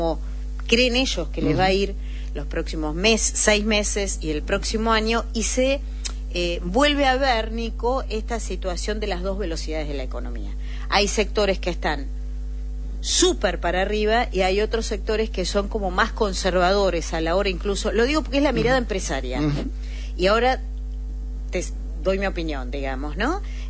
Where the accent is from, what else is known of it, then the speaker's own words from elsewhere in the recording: Argentina; somos los argentinos.